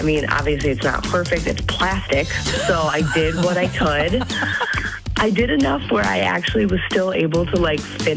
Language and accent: English; Madison, Wisconsin, United States; I'm from Madison and I need to learn how to use an oven apparently.